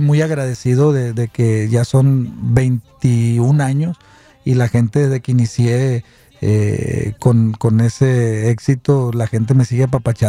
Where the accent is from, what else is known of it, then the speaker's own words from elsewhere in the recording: Culiacán, Sinaloa, Mexico; also born or lived in San Diego; now in Los Angeles, United States; Yo, sí, yo soy de Culiacán, nací en San Diego, pero mi casa, artísticamente hablando, en Estados Unidos, es Los Ángeles.